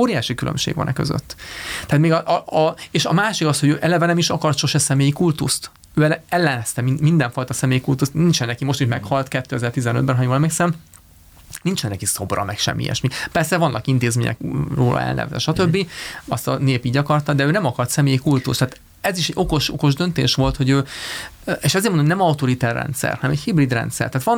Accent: Hungary; most ilyen magyarként másképp gondolkodunk, mint szingapúriként

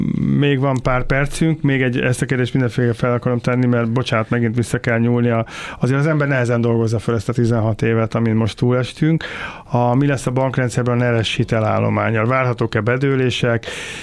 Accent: Hungary; magyarként büszkék vagyunk erre

